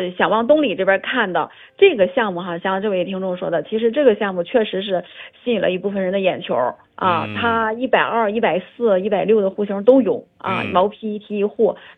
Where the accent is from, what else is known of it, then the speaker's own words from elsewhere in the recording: Qingdao, Shandong, China; 咱们青岛人无人不知、无人不晓啊